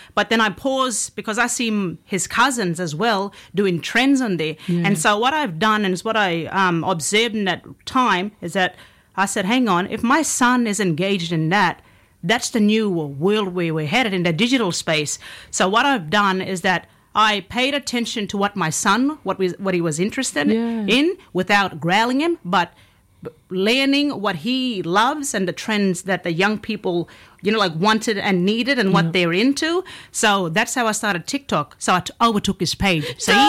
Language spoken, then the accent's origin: English; Yarrabah, Queensland, Australia; So we grew up out in Yarraba, out on the farm, and we call it the old house.